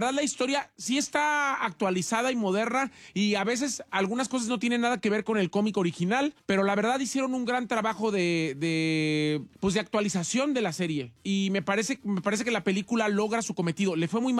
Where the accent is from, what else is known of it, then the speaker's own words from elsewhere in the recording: Mexico; nosotros como mexicanos o la cultura mexicana, no tenemos la cultura del psicólogo.